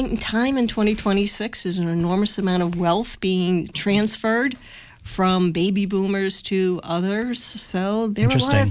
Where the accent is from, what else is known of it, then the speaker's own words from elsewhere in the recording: Framingham, Massachusetts, United States; I grew up in Framingham, so I'm a local kid and live in Metro West now